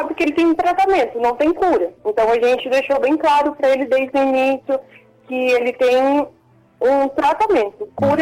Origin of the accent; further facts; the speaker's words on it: Limeira, São Paulo, Brazil; Padre, eu sou aqui de Limeira.